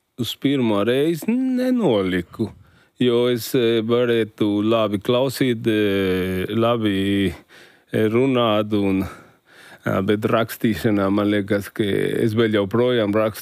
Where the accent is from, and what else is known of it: Mexico; Latvian is a second language; moved away as an adult; now in Latvia